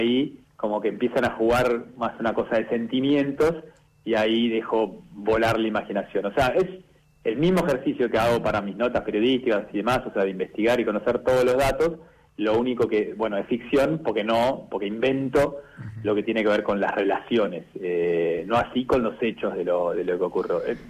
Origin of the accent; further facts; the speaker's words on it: Argentina; por eso entiendo que como argentino es un ejercicio arriesgado, pero me pareció que valía la pena